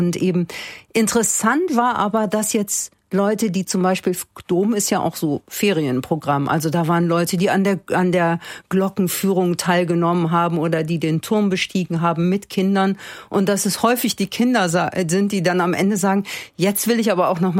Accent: Cologne, North Rhine-Westphalia, Germany; auch als Kölnerin

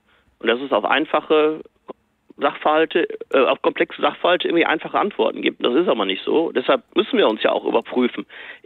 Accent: North Rhine-Westphalia, Germany; Ich komme aus dem Ruhrgebiet.

